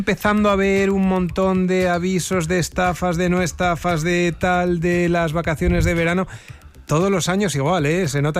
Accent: Galicia, Spain; Como buen gallego hacemos referencia a las palabras supuestamente

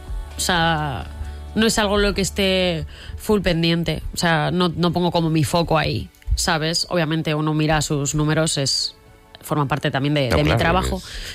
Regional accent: Spain; Pero creo que ser una mujer española para mí tiene un peso increíble. Me siento muy orgullosa de donde vengo, de mis raíces, de lo que somos.

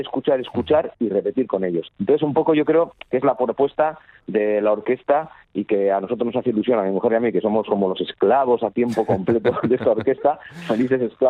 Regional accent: Basque Country, Spain; yo soy del País Vasco

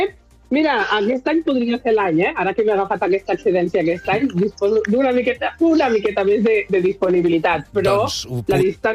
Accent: Catalonia, Spain; soc catalana

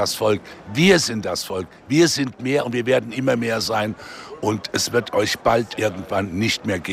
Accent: Frankfurt, Hesse, Germany; Ich bin stolzer Frankfurter aus einer bunten Stadt mit unglaublich viel Energie, Multikulti gelebt, in Liebe und in Freundschaft.

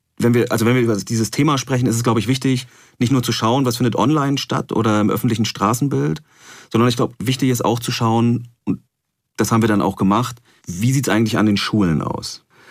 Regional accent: East Germany, Germany; ich komme selber aus Ostdeutschland, gemerkt, da kippt was.

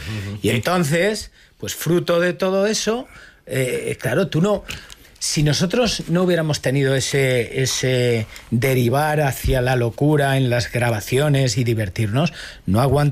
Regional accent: Montiel, Castilla-La Mancha, Spain; cuando salí de Montiel, mi pueblo y el vuestro, a partir de ahora, yo salí a jugar.

